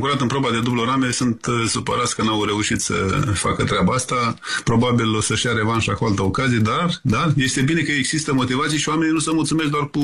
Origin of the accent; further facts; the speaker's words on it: Romania; suntem români